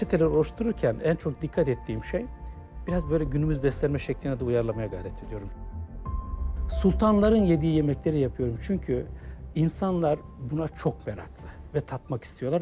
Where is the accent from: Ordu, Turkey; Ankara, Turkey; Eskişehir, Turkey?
Ordu, Turkey; Mesudiye; Ordu Mesudiye'de dünyaya geldim, doğdum 1979'da. Benim için köyde doğup büyümenin çok büyük bir avantaj olduğunu daha sonraki yıllarda hissetmeye başladım.